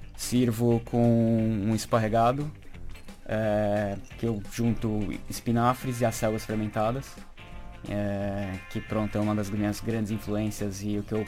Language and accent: Portuguese; São Paulo, Brazil; moved away as an adult; now in Lisbon, Portugal; Eu, como paulistano, né, tive acesso a muitos restaurantes e cozinhas, e grandes cozinhas em São Paulo.